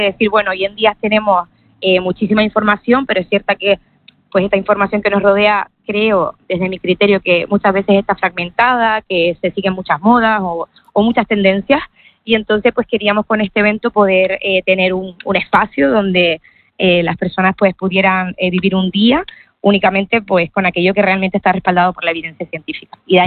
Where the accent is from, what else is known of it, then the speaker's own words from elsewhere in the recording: Tenerife, Canary Islands, Spain; somos de aquí, de Canarias, uh-huh. Ella de La Palma, yo de Tenerife.